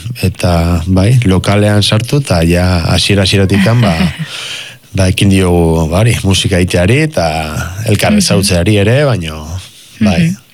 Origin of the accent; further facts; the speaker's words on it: Legazpi, Basque Country, Spain; porque ni Lehazpikoa naiz